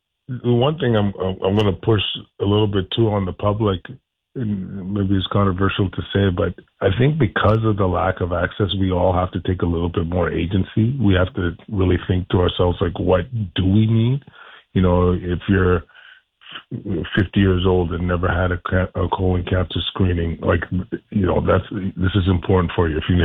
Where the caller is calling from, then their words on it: Vancouver, British Columbia, Canada; I'm at this conference right now. I'm actually calling from Vancouver